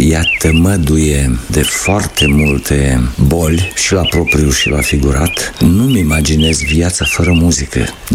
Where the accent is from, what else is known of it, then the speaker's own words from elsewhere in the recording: Romania; Îmi place mult atunci când merg prin părțile de unde sunt eu, de la Dunăre, și deoseb primăvara, atunci când ies broaștele pe malul Dunării